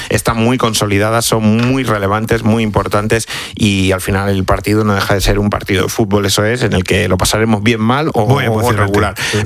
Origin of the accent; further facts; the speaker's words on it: Cáceres, Extremadura, Spain; Yo, por ejemplo, que soy de Cáceres, que soy de Extremadura, claro, pues evidentemente lo sé, y en otras muchas partes de España